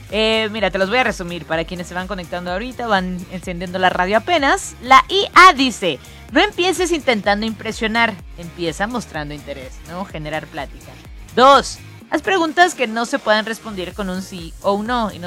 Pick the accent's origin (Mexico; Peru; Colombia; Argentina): Mexico; como mexicanos nos burlamos genuinamente hasta de la muerte